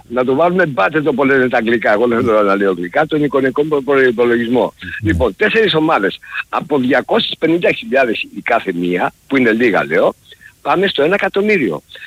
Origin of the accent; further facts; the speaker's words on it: Rhodes, South Aegean, Greece; Εγώ σαν Ροδίτης υποστηρίζω όμως όλες τις ομάδες της Ελλάδος, όποια βγει στην Ευρώπη.